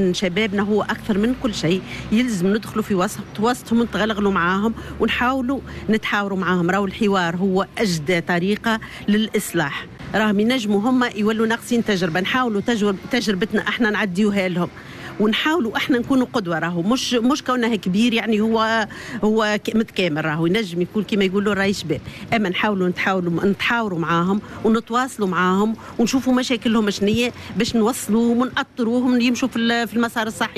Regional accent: El Guettar, Gafsa Governorate, Tunisia; born there; moved away as an adult; also born or lived in Tunis; عشت طفولتي في القطار، أنا من اللي أنا صغيرة ولدت في قفصة لمحالة، وما توفى بابا من في قفصة أنا عمري في 9 سنين، رجعنا للقطار وكبرت في القطار

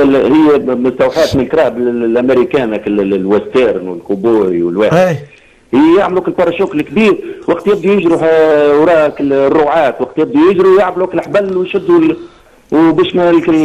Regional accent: Tunisia; عندنا في تونس

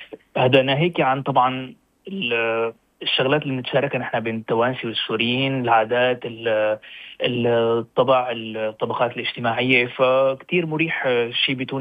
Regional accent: Syria; now in Sfax, Tunisia; انا كسوري، كمواطن عربي سوري

